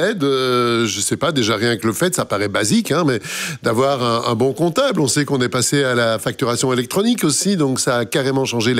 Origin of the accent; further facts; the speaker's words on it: Wallonia, Belgium; Une chose est sûre, ces entreprises ont la cote. Chez nous, en Wallonie.